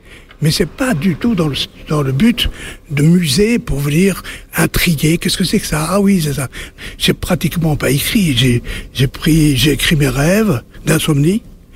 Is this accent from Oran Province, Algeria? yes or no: no; Algiers, Algiers Province, Algeria; Je suis né à Alger, dans la banlieue, pas loin de Belcourt, en 1948.